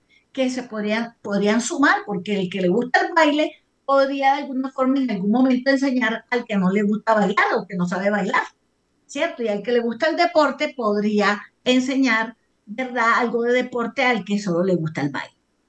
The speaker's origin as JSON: {"language": "Spanish", "country": "Colombia", "said": "nosotros los colombianos, independientes si somos costeños, cachacos, del norte"}